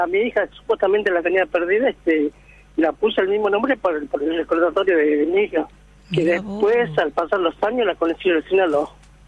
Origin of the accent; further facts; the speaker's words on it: Salta, Argentina; moved away as an adult; now in Buenos Aires, Argentina; Yo soy salteño de Salta.